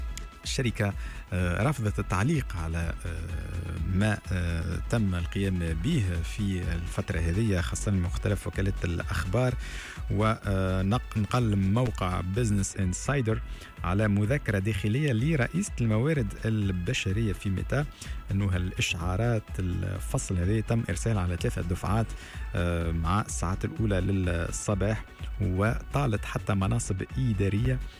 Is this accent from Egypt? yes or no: no; Tunisia